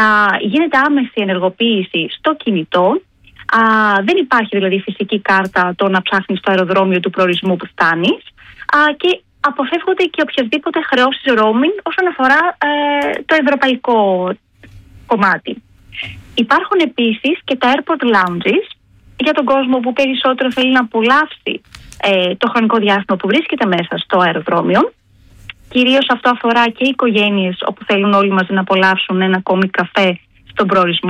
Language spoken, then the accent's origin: Greek; Central Greece, Greece; και είμαι από τη Φωκίδα